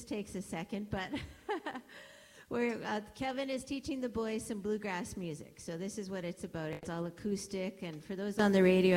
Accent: Alberta, Canada; we come from Alberta, and we're on this little farm. We can kind of see the mountains if we go out our driveway and up a hill, and there's this awesome view of the Rocky Mountains. And but we're down in a little valley, so we have this farm

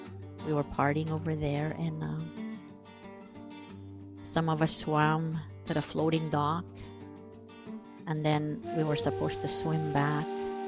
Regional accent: Birch River, Manitoba, Canada; born there; also born or lived in Sapotaweyak Cree Nation; now in Swan River, Canada; I'm from Sapatoya Cree Nation, and I live here in Swan River, Manitoba. I was born in Birch River. There were 17 of us in the family

